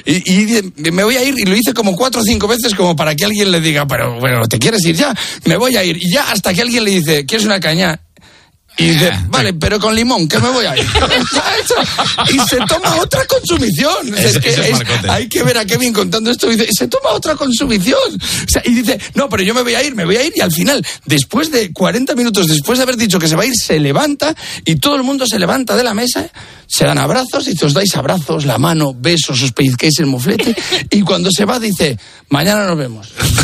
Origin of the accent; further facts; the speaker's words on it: Valladolid, Castile and León, Spain; porque yo soy de Valladolid